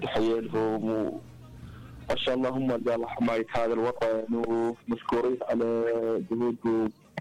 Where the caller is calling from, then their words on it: Mosul, Nineveh, Iraq; أنا من الموصل.